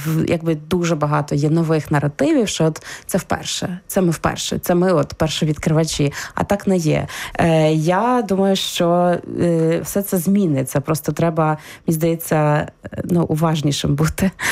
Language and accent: Ukrainian; Ternopil, Ternopil Oblast, Ukraine; І з перспективи невеликого осередка, так, я з Тернополя, філологічного факультету, це теж було так вау.